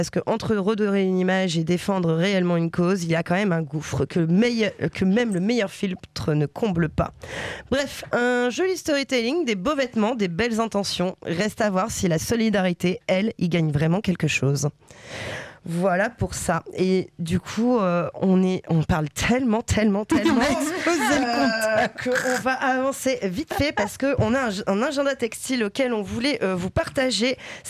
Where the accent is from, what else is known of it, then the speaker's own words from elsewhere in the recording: Lille, Hauts-de-France, France; en tant que Lilloise